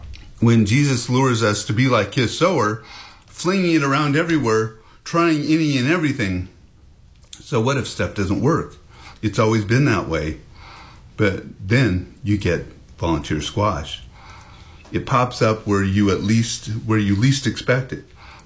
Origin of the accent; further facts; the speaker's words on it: Syracuse, New York, United States; I grew up with lots of visits on my grandparents' farm, and I grew up in Syracuse, just down the road here, which again has rural roots.